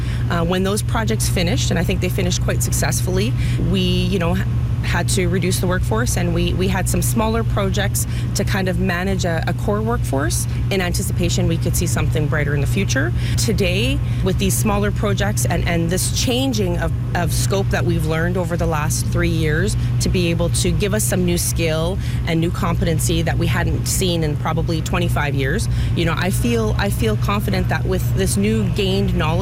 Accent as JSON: {"language": "English", "town": "Thunder Bay", "region": "Ontario", "country": "Canada", "tie": "born or raised there", "said": "Born and raised in Thunder Bay. I started in pulp and paper as a chemical engineer"}